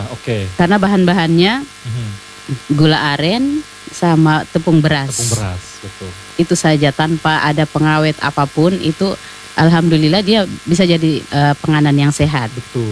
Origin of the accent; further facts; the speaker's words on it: Southeast Sulawesi, Indonesia; identitas kita sebagai orang Muna, entah orang Buton